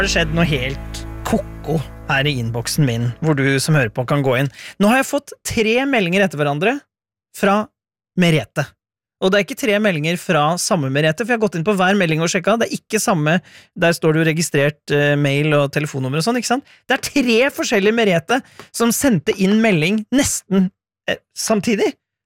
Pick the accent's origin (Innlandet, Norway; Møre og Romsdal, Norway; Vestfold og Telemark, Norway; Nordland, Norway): Innlandet, Norway; accent: Hedmark dialect; Jeg snakket I sted om at jeg kommer fra Hedmarken og har egentlig innerst inne der Hedmarksdialekt